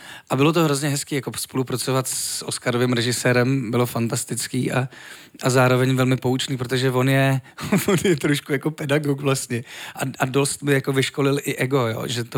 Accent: Třinec, Moravian-Silesian Region, Czechia; A když mi bylo 14-15, to byli jsme se projít po Třinci, odkud pocházím

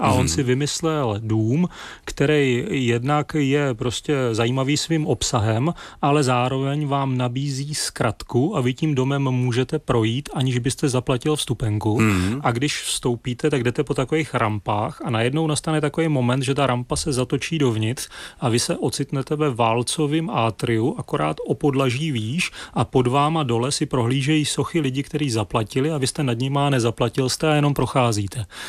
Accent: Zlín, Zlín Region, Czechia; já jsem ze Zlína a vy jste z Chebu, a to jsou obě dneska takový jako středně velký města, které se nacházejí v periferní oblasti republiky.

